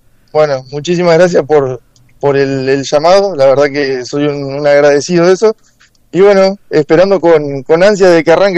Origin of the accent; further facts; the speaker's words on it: Concepción, Argentina; somos dos acá de Concepción.